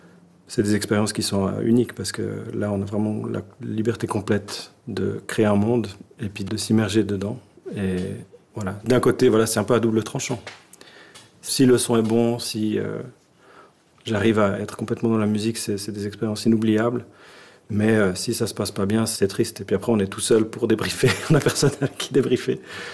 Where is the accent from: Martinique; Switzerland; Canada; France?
Switzerland